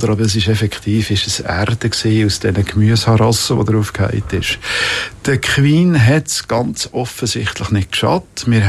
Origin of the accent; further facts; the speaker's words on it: Bern, Switzerland; bin auch zum Käser im Emmental, wo ich herkomme, Weltmeister 3-fache, in Fritzenhaus.